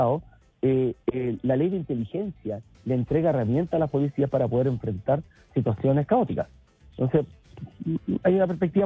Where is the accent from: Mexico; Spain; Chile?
Chile